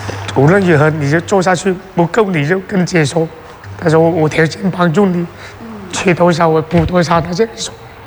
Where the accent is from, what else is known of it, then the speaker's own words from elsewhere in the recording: China; 我觉得真的我们中国人是非常团结的